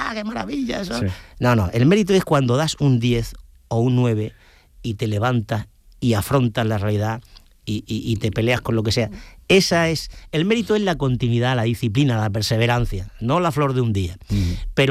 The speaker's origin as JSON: {"language": "Spanish", "town": "Ubrique", "region": "Andalusia", "country": "Spain", "tie": "born there", "also_born_or_lived": "Jerez de la Frontera", "moved": "yes"}